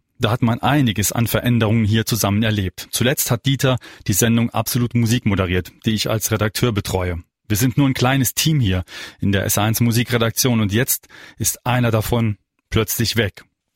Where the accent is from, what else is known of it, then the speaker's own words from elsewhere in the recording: Saarland, Germany; Als Teenager habe ich ihn natürlich schon gehört, als Saarländer in den 80ern.